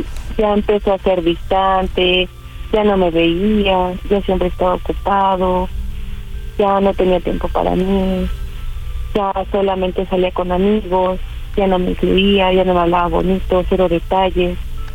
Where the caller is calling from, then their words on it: Mexico City, Mexico; Tengo 27 años y soy aquí de la Ciudad de México.